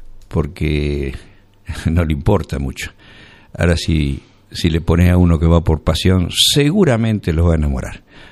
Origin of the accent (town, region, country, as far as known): Argentina